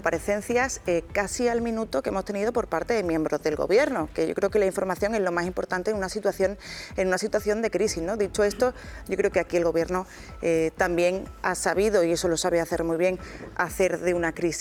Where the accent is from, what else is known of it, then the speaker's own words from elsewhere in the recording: Spain; yo me siento muy orgullosa como española